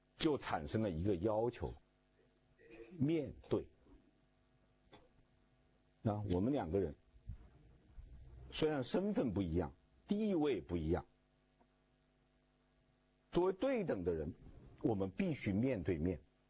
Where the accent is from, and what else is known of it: China